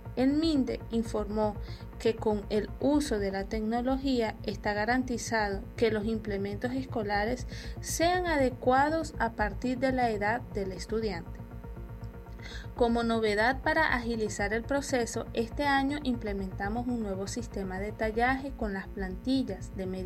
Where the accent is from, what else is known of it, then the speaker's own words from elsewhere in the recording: El Salvador; Es un orgullo como salvadoreños y como gobierno, el presidente Bukele, tener a El Salvador en el foco del mundo